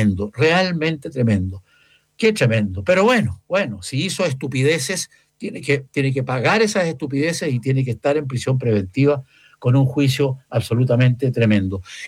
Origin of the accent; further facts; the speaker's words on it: Portezuelo, Ñuble, Chile; en el campo donde yo nací y donde viví, en Portezuelo